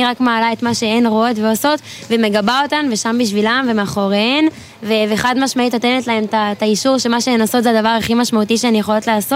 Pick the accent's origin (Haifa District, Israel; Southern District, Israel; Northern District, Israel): Northern District, Israel; also born or lived in Tiberias / Karmiel; אני מהגליל המערבי